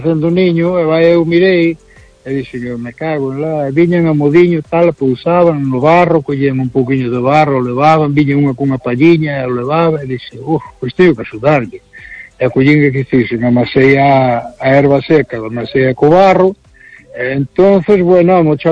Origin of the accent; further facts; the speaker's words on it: Vigo, Galicia, Spain; Bueno, pois pues a mí tamén me gusta, iso que son de Vigo, porque eu quero que é a derbi.